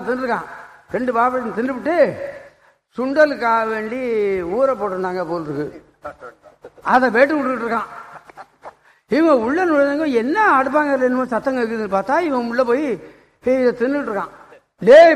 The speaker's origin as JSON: {"language": "Tamil", "town": "Veerakannan", "region": "Tamil Nadu", "country": "India", "tie": "born there", "lives_now": "Chennai, India", "said": "நான் வீராக்கண்ணன்னு ஒரு ஊர்ல பிறந்தேன், தருமபுரத்துல படித்தேன், மெட்ராஸுக்கு வந்தேன்."}